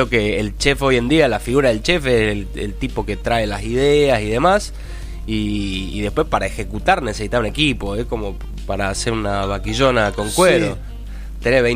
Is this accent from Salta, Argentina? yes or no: yes; Salta, Argentina; born there; moved away as an adult; yo en Salta, acostumbrado a hacer empanada locro, mazamorra.